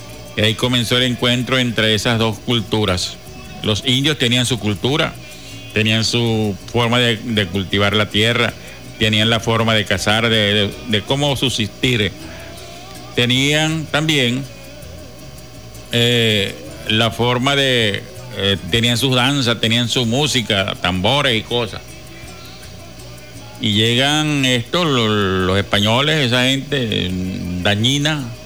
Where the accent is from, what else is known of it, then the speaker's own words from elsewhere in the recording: Venezuela; Yo como venezolano, como patriota, ¿puedo andar pidiendo esto para mi país?